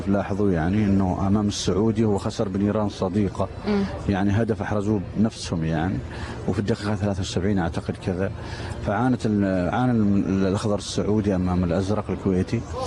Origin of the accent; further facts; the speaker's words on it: Oman; إحنا كعمانيين